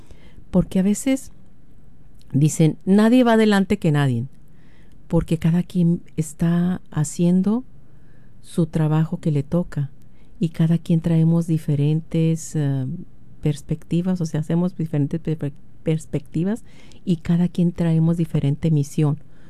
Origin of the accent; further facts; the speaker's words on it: Mexico; now in California, United States; traemos esas costumbres de allá de nuestro México que nos identifica